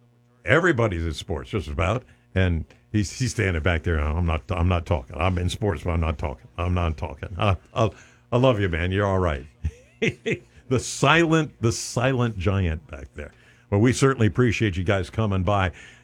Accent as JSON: {"language": "English", "town": "College Park", "region": "Maryland", "country": "United States", "tie": "born or raised there", "also_born_or_lived": "Pennsylvania", "moved": "yes", "lives_now": "Martinsburg, United States", "said": "I grew up in College Park. My dad taught at the University of Maryland, so we're kind of Maryland kind of guys."}